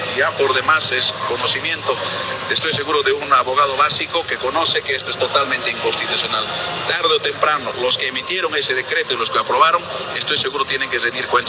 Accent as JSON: {"language": "Spanish", "country": "Bolivia", "said": "Los bolivianos, nuestros problemas tenemos que resolver como bolivianos"}